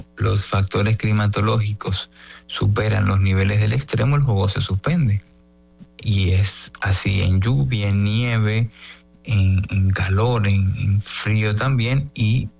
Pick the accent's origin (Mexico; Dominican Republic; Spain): Dominican Republic